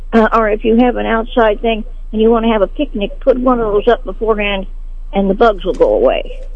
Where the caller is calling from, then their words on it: Sedalia, Missouri, United States; Okay, I'm calling from Sedalia.